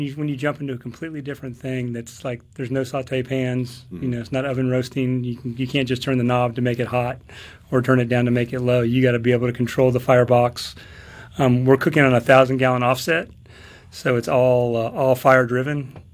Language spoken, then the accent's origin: English; California, United States; now in Mississippi, United States; I was born and raised in California.